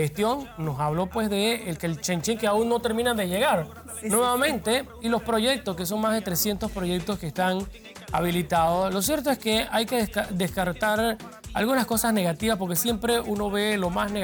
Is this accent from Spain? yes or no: no; Panama; Nosotros como pueblo panameño podemos pagar.